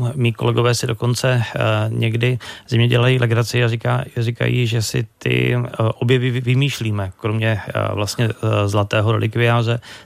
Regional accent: Plzeň, Plzeň Region, Czechia; Tak já jsem původem z Plzně, takže spíš tíhnu pivu.

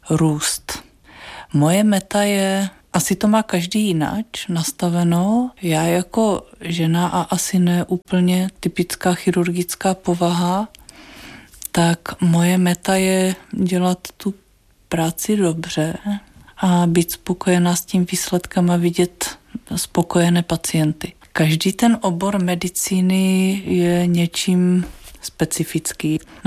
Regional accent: Zlín Region, Czechia; also born or lived in Žilina, Slovakia; Já myslím, že já jsem se narodila teda na Slovensku. Vyrostla jsem na Valašsku

